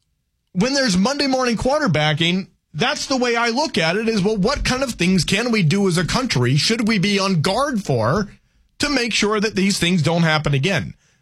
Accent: United States; Why, as an American people, would we not want to actually look back and say, geez, you know what?

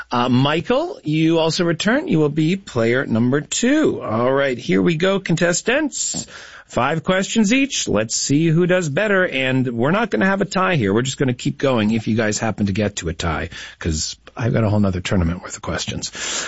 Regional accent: Canada; But being Canadian is not. We've been celebrating Canada with a run in FIFA in the recent Canada Day.

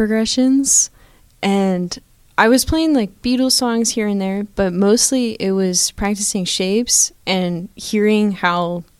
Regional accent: Uniontown, United States; Where did I grow up? Uniontown, hours south of here.

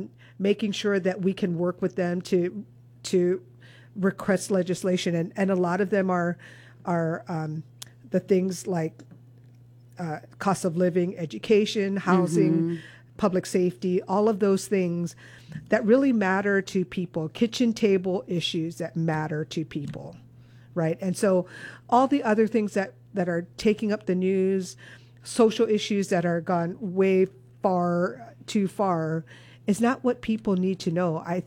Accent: Mililani, Hawaii, United States; my hometown of Mililani or on my island.

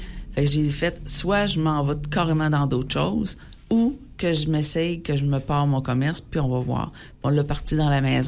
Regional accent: Saint-Léon-de-Standon, Quebec, Canada; also born or lived in Sainte-Marie; now in Saint-Alzéar, Canada; je demeure à Saint-Alzéar, mais je ne suis pas native d'ici. Moi, je suis native de Saint-Léon-de-Standen. Puis à mes 11 ans, mes parents ont déménagé à Sainte-Marie.

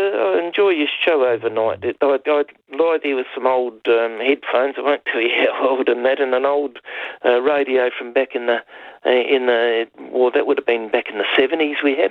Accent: Adelaide, South Australia, Australia; I grew up down near Glenelg. I don't know whether you know Adelaide.

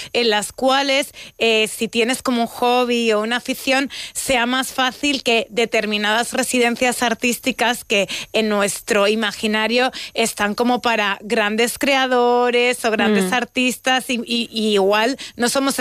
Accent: Manzanares, Castilla-La Mancha, Spain; Yo soy de pueblo, pero mi pueblo es grande, 18.000 habitantes, claro. Manzanares.

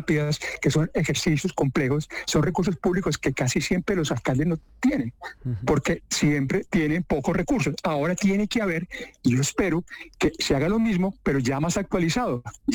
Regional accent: Armenia, Quindío, Colombia; Yo acabo de llegar de mi tierra, yo soy de Armenia, sí.

